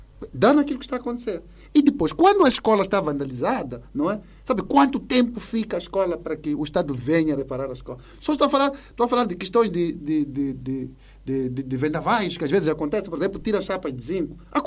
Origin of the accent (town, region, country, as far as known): Mozambique